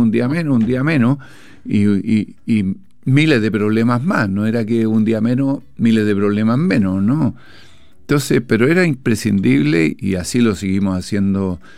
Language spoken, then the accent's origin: Spanish; Antofagasta, Chile; yo soy de Antofagasta, como usted bien sabe